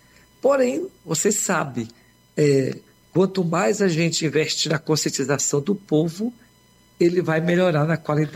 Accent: Maranhão, Brazil

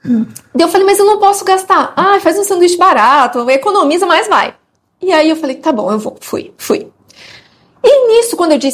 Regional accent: Campo Grande, Mato Grosso do Sul, Brazil; eu sou lá de Campo Grande do Mato Grosso do Sul

